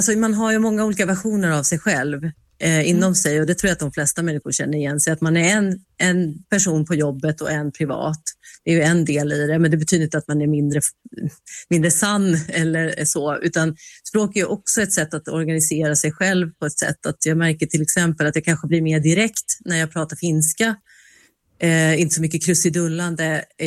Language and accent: Swedish; Sweden; Men jag är ju uppvuxen i Sverige och född här, så att jag, det är väldigt närvarande.